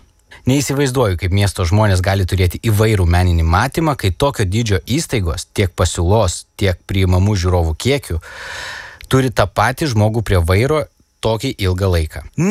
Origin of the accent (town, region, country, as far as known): Kaunas, Kaunas County, Lithuania; born or raised there; moved away as an adult; now in Vilnius, Lithuania